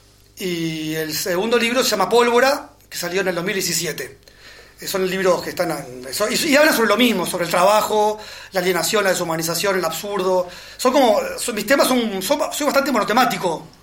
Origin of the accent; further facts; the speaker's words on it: Uruguay; Yo que vengo de Uruguay, que es un es un pueblo para comparar con Buenos Aires